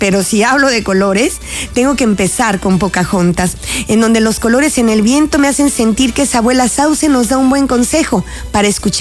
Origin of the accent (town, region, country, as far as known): Mexico